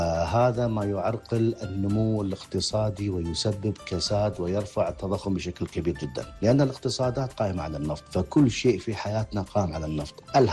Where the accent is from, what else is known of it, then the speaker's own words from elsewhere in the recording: Kuwait; عندنا بالكويت ما يقارب 23 شركة معتمدة